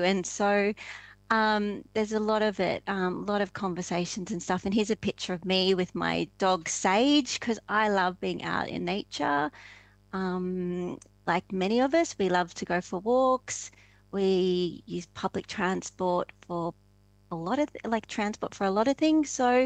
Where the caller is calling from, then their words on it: Tasmania, Australia; And I'm coming from Lutawita, Tasmania. So like Jared, down here on the island below, you know, south of Australia.